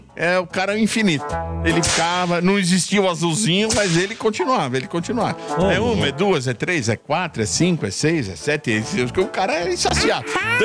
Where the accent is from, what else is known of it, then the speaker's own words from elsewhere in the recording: São Paulo, Brazil; Eu também sou de São Paulo, capital. Maternidade de São Paulo.